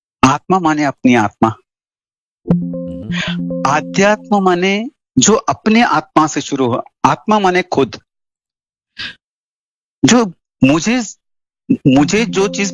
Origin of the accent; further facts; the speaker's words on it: Karnataka, India; मैं कर्नाटका से हूं और बस अपनी 60 साल की जिंदगी में जो भी सीखा है